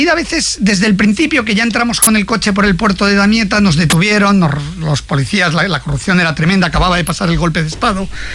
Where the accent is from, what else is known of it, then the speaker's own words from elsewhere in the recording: Italy; Yo soy también italiano, mi mujer es italiana